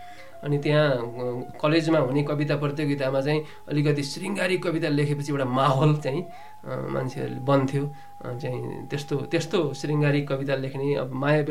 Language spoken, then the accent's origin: Nepali; Gulmi District, Lumbini Province, Nepal; हाम्रो एकसिङ नाम ठाउँको नाम हो गुल्मी जिल्लामा मगर भाषा बोलिन्छ भने त्यहाँ मात्रै बोलिन्छ गुल्मी जिल्लाभरिमा मगर भाषा बोल्ने वक्ताहरू मेरो गाउँमा छन्